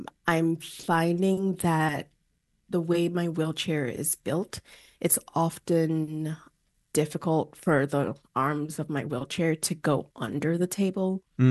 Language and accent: English; Lagos, Nigeria; now in New York, United States; I grew up in Lagos, Nigeria, so I feel like the hustle and bustle is intrinsically part of who I am.